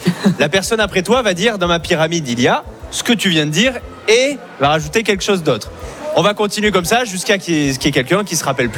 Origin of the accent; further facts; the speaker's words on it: Paris, Île-de-France, France; Bah de Paris, hein.